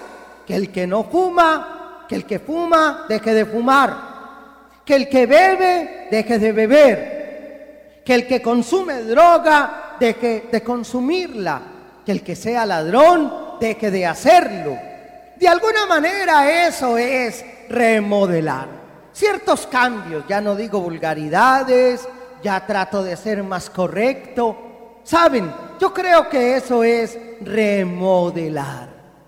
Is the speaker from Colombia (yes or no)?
yes; Colombia; En Colombia decimos latonería y pintura